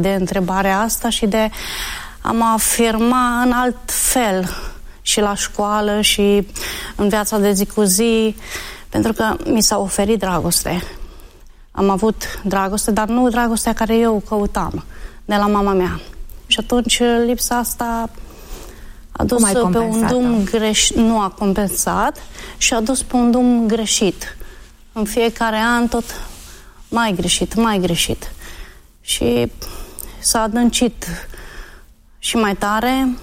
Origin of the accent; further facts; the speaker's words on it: Arad, Arad County, Romania; born there; M-am născut în Arad, într-o familie de ortodoxi.